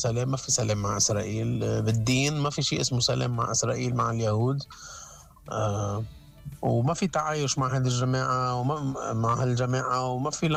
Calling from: Lebanon; والله نحن ايه نحن بنحب نجي على لبنان لان الشعب اللبناني بحب الحياه

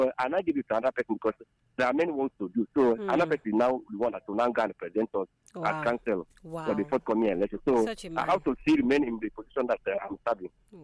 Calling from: Olo, Enugu State, Nigeria; I'm from Olo.

